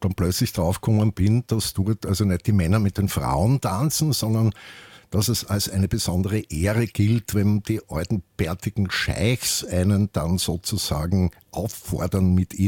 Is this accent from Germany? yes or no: no; Austria; weil so tanzt man auch bei uns in Österreich, wenn man in die 70er Jahre Jugendlicher war und im alten Mark sich aufgehalten hat.